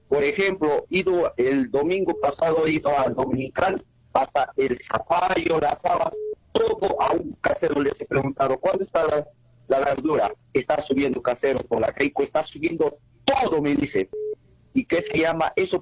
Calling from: Juliaca, Puno, Peru; Muy buenos días … de Juliaca.

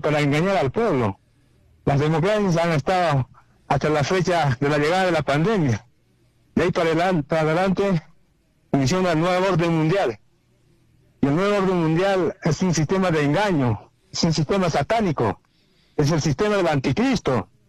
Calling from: Azángaro, Puno, Peru; Le estoy llamando de Azángaro

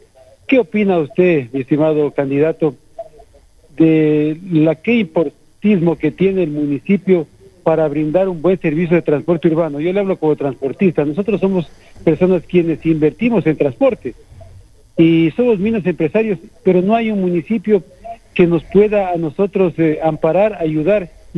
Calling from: Loja, Ecuador

